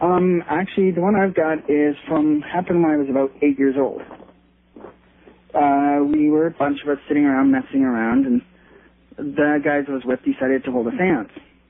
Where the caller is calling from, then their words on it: London, Ontario, Canada; from London, Ontario, Canada.